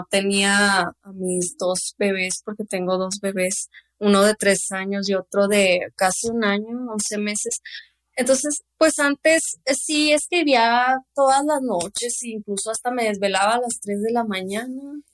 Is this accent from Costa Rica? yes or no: no; Cuauhtémoc, Chihuahua, Mexico; me dijo, ¿de dónde eres? No, que de Cuauhtémoc, Chihuahua